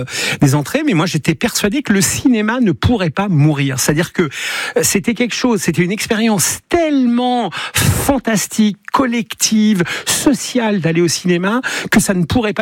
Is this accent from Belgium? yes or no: no; Elbeuf, Normandy, France; Je n'ai jamais bougé d'Elbeuf. J'ai toujours habité Elbeuf. Je suis né à Elbeuf, j'ai fait mes études à Elbeuf.